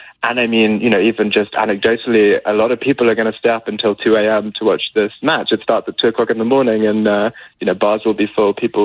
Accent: England, United Kingdom; moved away as an adult; now in Belgium; I'm English. I've been here 4 years though

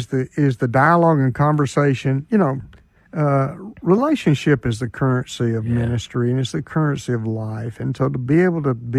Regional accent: Griffin, Georgia, United States; moved away; Going back to my hometown, not too distant down from now, Griffin, Georgia

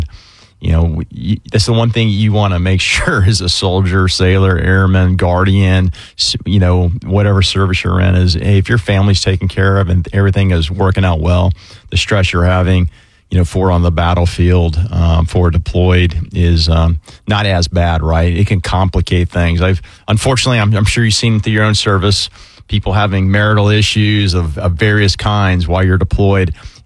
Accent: Orange Park, Florida, United States; I grew up in Orange Park. I moved here when I was three, and I went to Orange Park High

